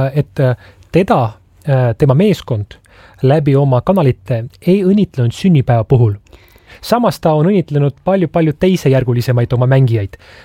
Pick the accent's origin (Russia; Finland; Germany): Russia; mul on palju sõpru. Ma kasvasin siin isiksusena. Loodan rahu ja armastust, et kõik oleks hästi. Ma olen venelane ja toetan oma riiki.